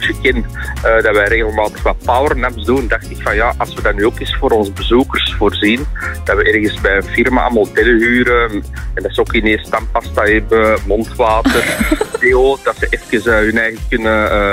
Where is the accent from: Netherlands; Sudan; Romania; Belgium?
Belgium; En ik denk wij als Belgen dat we ons niet gaan laten doen.